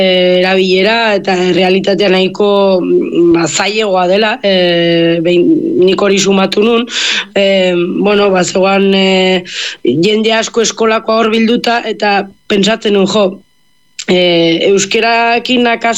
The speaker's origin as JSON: {"language": "Basque", "town": "Leitza", "region": "Navarre", "country": "Spain", "tie": "born or raised there", "said": "ba urten leitzetik gure herritik ez da pasat"}